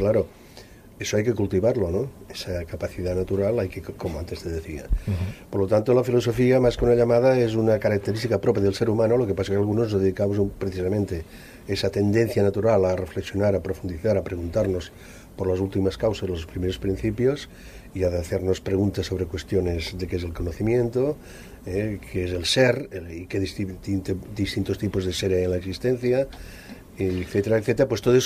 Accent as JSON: {"language": "Spanish", "region": "Aragon", "country": "Spain", "said": "Digamos que soy maño."}